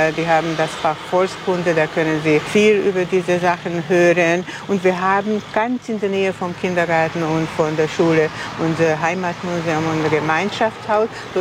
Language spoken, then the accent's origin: German; Liptód, Baranya, Hungary; now in Bóly, Hungary; Ich stamme aus Liptow, aus Litauen. Ja, ein ganz kleines Dorf in der Pranau, aber nicht weit von hier. Und ich lebe seit Jahrzehnten, seit über 40 Jahren jetzt schon hier in Buhl.